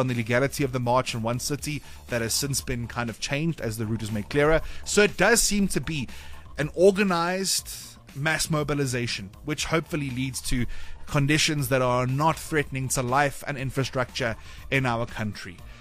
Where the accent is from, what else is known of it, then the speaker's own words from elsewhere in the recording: South Africa; as a South African